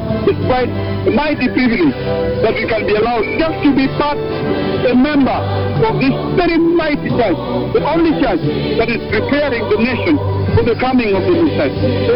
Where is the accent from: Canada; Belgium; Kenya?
Kenya; I just want to take this opportunity to repent very, very much as a Kenyan.